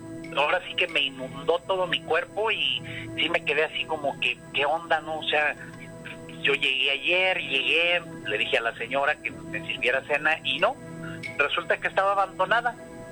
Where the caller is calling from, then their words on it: Jalisco, Mexico; Yo soy del estado de Jalisco y pues para allá, para el rumbo de San Juan de los Lagos, se usa mucho los dulces de leche.